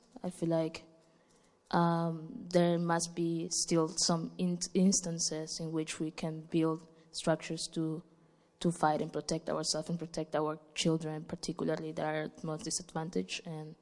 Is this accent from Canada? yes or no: no; Ecuador; Thank you. … I'm from Ecuador.